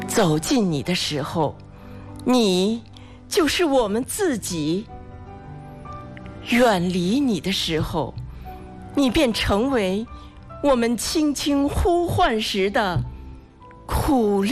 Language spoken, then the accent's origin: Chinese; Hebei, China; 因为我们都是生于斯，长于斯，我们都是河北人，